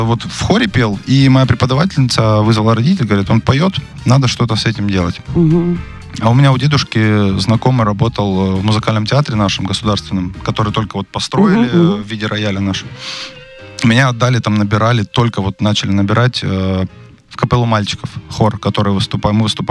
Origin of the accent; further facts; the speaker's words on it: Rostov-on-Don, Rostov Oblast, Russia; moved away as an adult; now in Moscow, Russia; Я из Ростова, да. Привет, Ростов, если нас слушают.